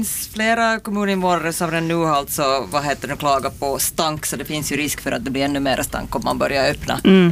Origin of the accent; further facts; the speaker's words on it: Ekenäs, Uusimaa, Finland; now in Karis, Finland; jag är född och uppvuxen i Ekenäs och gissa var jag bor nu. I Karis.